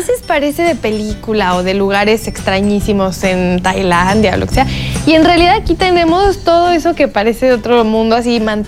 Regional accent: Mexico; Yo creo que es un viaje que no nos debemos de perder, justo como mexicanos, ¿no?

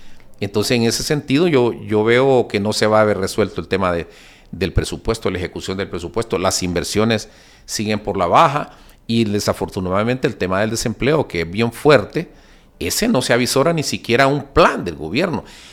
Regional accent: Honduras

